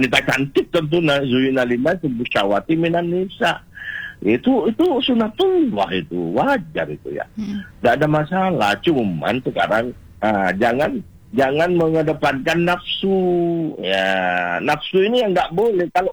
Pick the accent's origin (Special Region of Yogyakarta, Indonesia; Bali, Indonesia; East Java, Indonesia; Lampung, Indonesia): East Java, Indonesia; Jadi dari Banyuwangi di daerah saya situ Bondo situ sampai ke Pasuruan